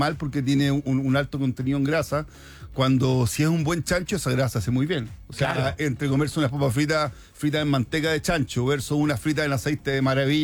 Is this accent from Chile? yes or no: yes; Chile; Yo creo que los chilenos sí somos chancheros